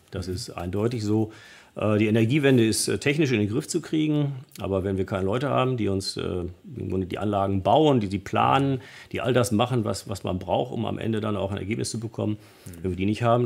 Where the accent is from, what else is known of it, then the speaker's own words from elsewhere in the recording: Hamm, North Rhine-Westphalia, Germany; Aus meiner Heimatstadt Hamm, die liegt so am Rande der Soester Börde, da haben wir schon relativ hohe Bodenzahlen.